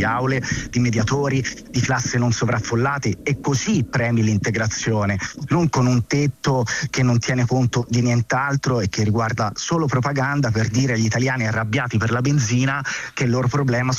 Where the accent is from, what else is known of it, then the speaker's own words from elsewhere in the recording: Prato, Tuscany, Italy; now in Rome, Italy; io sono originario di Prato, che è, come sapete, uno dei casi nazionali in cui ci sono più stranieri assieme a Milano